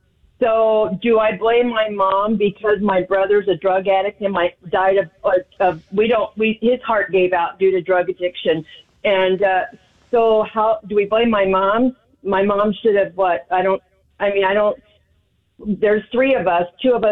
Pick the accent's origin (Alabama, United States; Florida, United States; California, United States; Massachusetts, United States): California, United States; San Diego; I grew up in San Diego.